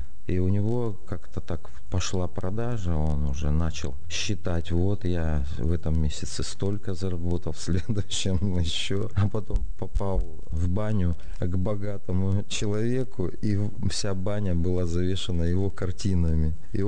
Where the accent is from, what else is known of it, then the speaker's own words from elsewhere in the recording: Russian Far East, Russia; наш Дальний Восток, он меня захватывает, поскольку я коренной дальневосточник.